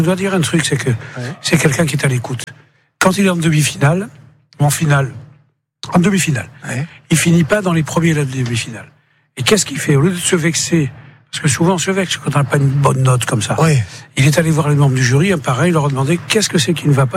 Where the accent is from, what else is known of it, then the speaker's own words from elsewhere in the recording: Béziers, Occitanie, France; Et oui, je suis amoureux du Sud parce que je suis d'ici. Je suis Béziers, moi.